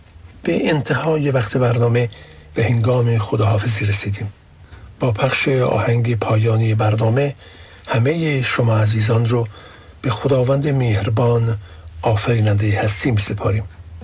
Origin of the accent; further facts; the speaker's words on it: Iran; ما همه ایرانی هستیم